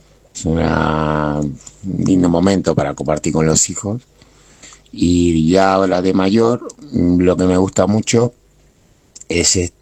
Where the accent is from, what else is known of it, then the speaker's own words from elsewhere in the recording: Buenos Aires, Argentina; now in Spain; Era pequeño en el barrio de Mataderos